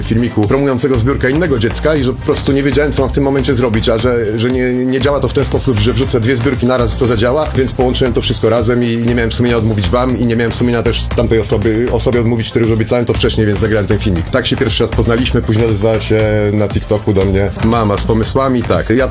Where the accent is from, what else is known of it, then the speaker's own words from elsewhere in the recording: Łódź, Łódź Voivodeship, Poland; Filip jest łodzianinem, my jesteśmy tutaj z Łodzi, więc komunikacja, kontakt, spotkanie było ułatwione.